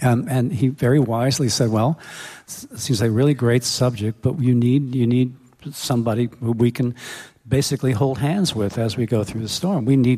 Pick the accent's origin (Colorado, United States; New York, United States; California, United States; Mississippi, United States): New York, United States; I grew up on Long Island in a very modern glass house surrounded by very tall trees.